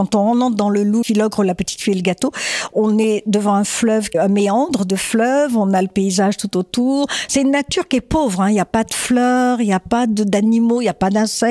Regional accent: Algeria; Moi, je venais d'Algérie, j'étais noiraude un peu.

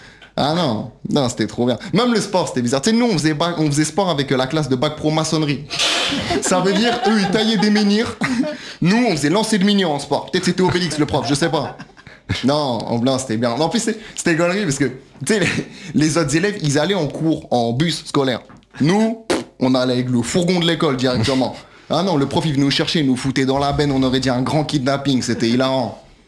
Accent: Brittany, France; Non, moi je suis breton, moi, à la base.

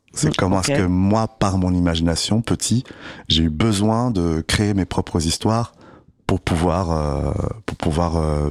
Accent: Strasbourg, Grand Est, France; Moi, je suis un citadin 100%. Je viens de Strasbourg, du centre de Strasbourg

